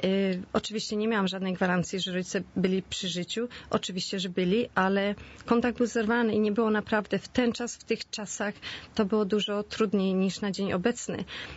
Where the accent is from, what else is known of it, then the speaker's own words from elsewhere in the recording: Świnoujście, West Pomeranian Voivodeship, Poland; moved away; Wyjechałam ze Świnoujścia i byłam praktykującą katoliczką